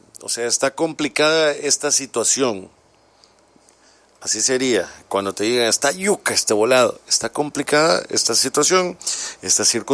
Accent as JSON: {"language": "Spanish", "country": "El Salvador"}